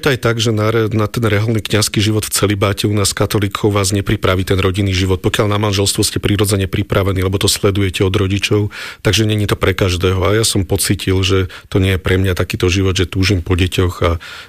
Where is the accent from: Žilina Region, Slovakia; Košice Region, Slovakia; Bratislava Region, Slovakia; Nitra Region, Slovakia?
Bratislava Region, Slovakia; Bratislava; v Lamači, odkiaľ pochádzam